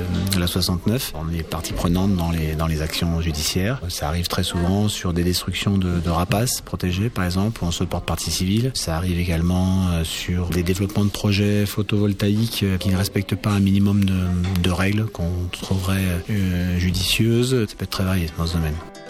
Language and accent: French; Brittany, France; moved away as an adult; Moi, je suis arrivé de Bretagne en 97, le 2 janvier 97, on s'est installé ici.